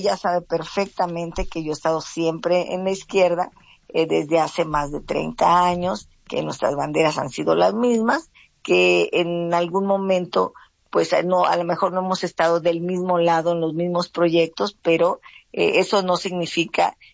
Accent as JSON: {"language": "Spanish", "region": "Guerrero", "country": "Mexico", "said": "También yo soy parte del pueblo afromexicano de Guerrero, soy de la Costa Chica de Guerrero."}